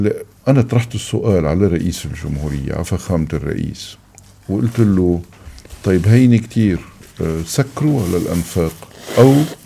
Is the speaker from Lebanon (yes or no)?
yes; Lebanon; ونحن كشعب لبناني